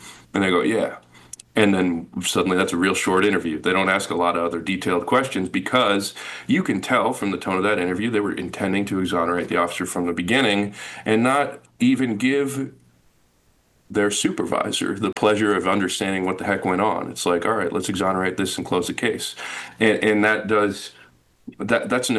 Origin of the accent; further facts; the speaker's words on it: Oakland, California, United States; And I grew up in Oakland, so I was like, no way